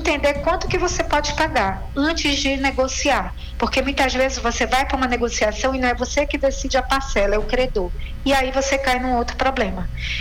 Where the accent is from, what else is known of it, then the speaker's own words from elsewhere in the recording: Brazil; eu sou brasileira.